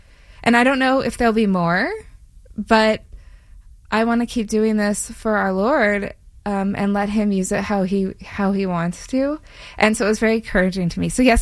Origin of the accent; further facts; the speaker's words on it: Western Canada, Canada; moved away; I'm from Canada, Western Canada, so I was studying up there.